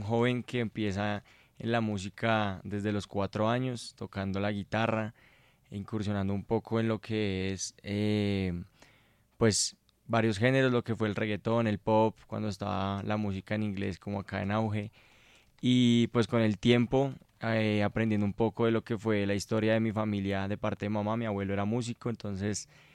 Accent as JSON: {"language": "Spanish", "region": "Bogotá", "country": "Colombia", "tie": "born or raised there", "said": "Yo soy de Bogotá."}